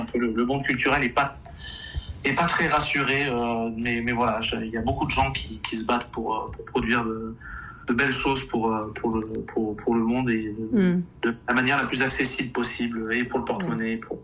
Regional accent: Limoges, Nouvelle-Aquitaine, France; now in Quebec, Canada; Limoges en France. Donc, je suis né à Limoges et j'ai grandi dans la campagne environnante.

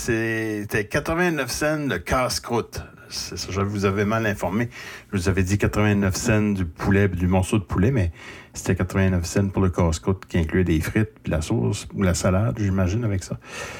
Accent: Shippagan, New Brunswick, Canada; un groupe de jeunes originaires de Sheepagan, Nouveau-Brunswick, ma ville natale.

